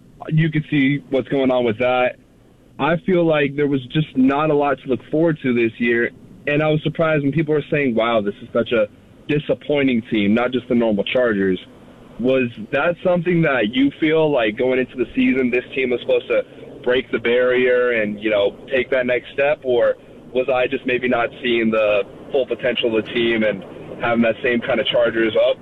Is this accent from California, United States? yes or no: yes; San Diego, California, United States; I'm from San Diego, so you know, they moved away a lot of people have animosity.